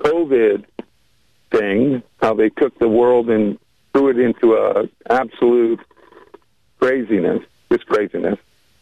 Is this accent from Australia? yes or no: no; Canada; born there; I'm here in my homeland, the land I was born in that has changed dramatically since I was born